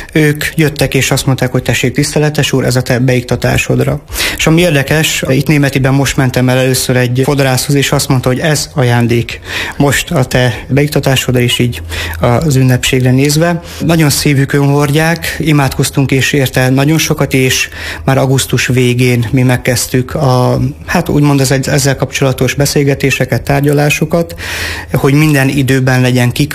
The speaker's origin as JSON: {"language": "Hungarian", "town": "Fornos", "region": "Zakarpattia Oblast", "country": "Ukraine", "tie": "born or raised there", "said": "is ugye olyan közegből jövök az én kárpátai fornosi anyagyülekezetemből, ahol tulajdonképpen az ifiben nőttem fel"}